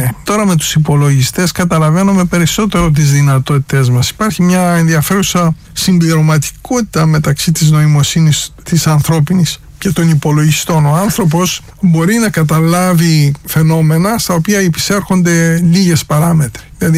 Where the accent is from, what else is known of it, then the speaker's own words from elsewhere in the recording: Greece; υπάρχει όλο το παρελθόν που σηκώνουμε στις πλάτες μας σαν Έλληνες